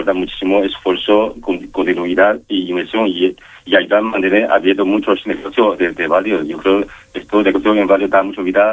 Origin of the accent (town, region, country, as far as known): China; Spanish is a second language; now in Palma, Spain